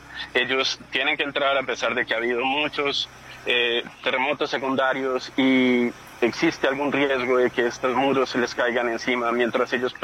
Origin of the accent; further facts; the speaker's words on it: Colombia; Pues en Colombia pareciera que este tipo de tragedias nos pasan la factura de años de abandono